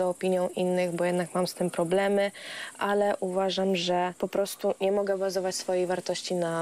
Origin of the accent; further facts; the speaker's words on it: Bilcza, Świętokrzyskie Voivodeship, Poland; Ja jestem z Kielc, z okolicy Kielc Bilczy.